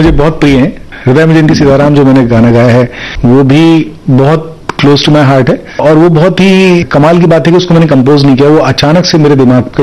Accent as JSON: {"language": "Hindi", "town": "Konch", "region": "Uttar Pradesh", "country": "India", "tie": "born or raised there", "also_born_or_lived": "Gwalior / Lucknow", "accent": "Bundelkhandi", "moved": "as an adult", "said": "जब मैं रहने वाला बुंदेलखंड का हूँ, वहीं पढ़ाई पला बड़ा भी वहीं पे हूँ, पढ़ाई भी वहीं से की है। जालौन जिले में एक छोटी सी जगह है कोंच, वहां पे मैंने अपनी 10+2 तक पढ़ाई की, उसके बाद एक साल ग्वालियर था, वहां से लखनऊ आ गए।"}